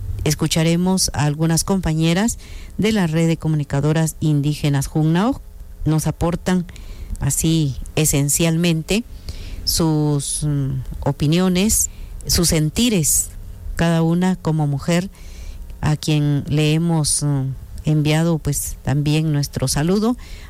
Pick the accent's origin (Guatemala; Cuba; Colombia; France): Guatemala